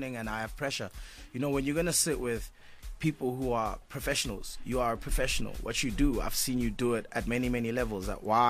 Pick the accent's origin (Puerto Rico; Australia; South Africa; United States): South Africa; Durban, KwaZulu-Natal; also born or lived in Pietermaritzburg; I'm born in Pietermaritzburg. Mm-hmm. I'm raised in Durban. I grew up as a Durban person.